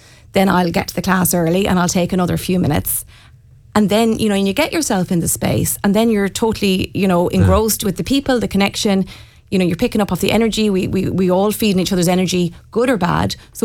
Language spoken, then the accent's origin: English; Bohola, County Mayo, Ireland